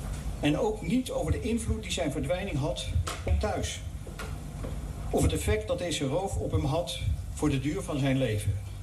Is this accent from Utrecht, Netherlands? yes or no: yes; Amersfoort, Utrecht, Netherlands; als Amersfoorter.